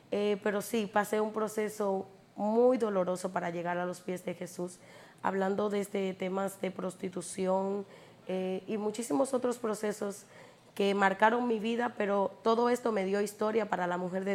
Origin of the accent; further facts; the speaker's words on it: Puerto Plata, Dominican Republic; now in Santo Domingo, Dominican Republic; soy de Puerto Plata, pero actualmente resido aquí en Santo Domingo.